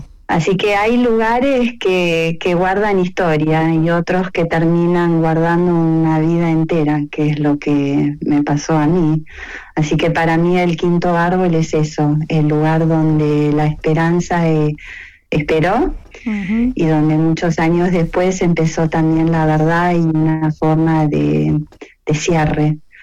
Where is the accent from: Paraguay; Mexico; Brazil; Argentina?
Argentina; Buenos Aires; now in United States; cuando yo vivo en Estados Unidos y yo volvía a Buenos Aires